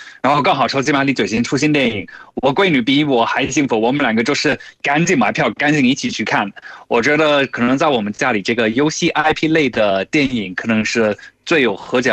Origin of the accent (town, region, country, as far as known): United Kingdom; Chinese is a second language; moved away as an adult; now in China